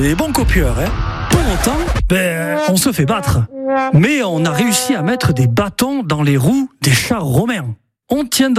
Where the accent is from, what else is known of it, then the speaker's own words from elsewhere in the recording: Oloron-Sainte-Marie, Nouvelle-Aquitaine, France; parce qu'en Béarn, moi je viens de Oloron et de Josbach